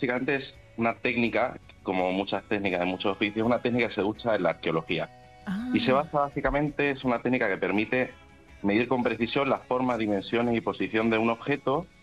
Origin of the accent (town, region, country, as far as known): Olivenza, Extremadura, Spain; born or raised there